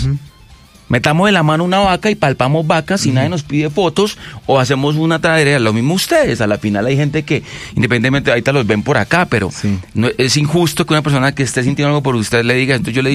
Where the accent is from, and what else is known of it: Ibagué, Tolima, Colombia; born there; moved away